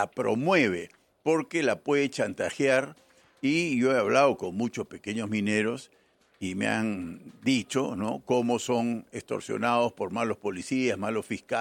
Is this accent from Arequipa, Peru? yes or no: no; Ica, Peru; estoy encantado de que sea en mi tierra, en Ica.